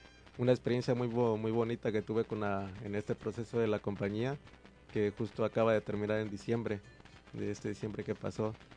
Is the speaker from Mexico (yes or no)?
yes; Mexico; como era latinoamericano, en una pantalla salía la bandera de México atrás de mí.